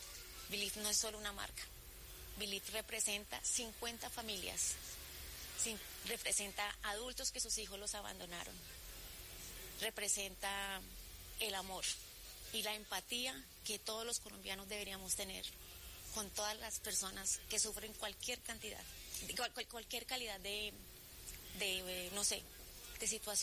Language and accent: Spanish; Colombia; para mostrar la verdadera cara de lo que somos los de quiénes somos los colombianos.